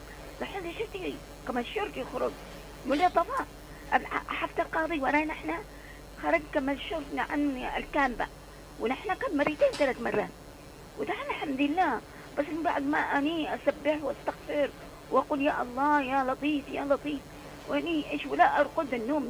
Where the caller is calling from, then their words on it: Aden, Yemen; في عندنا في عدن